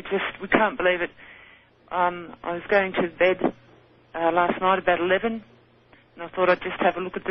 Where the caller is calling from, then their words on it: Sydney, New South Wales, Australia; I'm calling from Sydney in Australia.